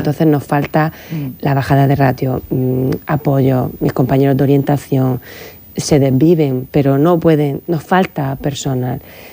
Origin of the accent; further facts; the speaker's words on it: Cartagena, Region of Murcia, Spain; Y dos que somos de Cartagena.